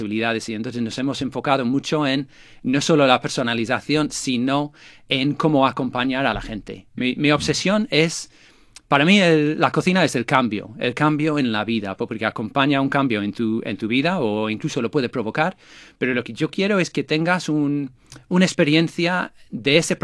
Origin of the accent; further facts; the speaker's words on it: England, United Kingdom; Spanish is a second language; moved away as an adult; also born or lived in Ireland; now in Spain; yo no soy español, yo soy inglés. Después de 20 años la gente piensa que estoy fingiendo el acento, pero no es así. Yo soy de Inglaterra